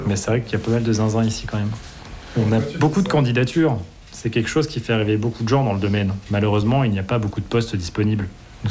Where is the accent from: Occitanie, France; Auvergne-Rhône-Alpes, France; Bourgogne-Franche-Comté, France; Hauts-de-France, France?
Bourgogne-Franche-Comté, France; moved away as an adult; Je viens de France. Je viens de Franche-Comté.